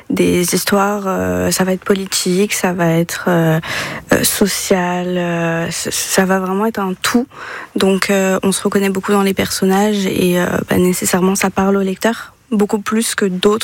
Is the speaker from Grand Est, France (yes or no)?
yes; Rethel, Grand Est, France; also born or lived in Toulouse; now in Reims, France; Alors, je suis originaire de Rethel, enfin à côté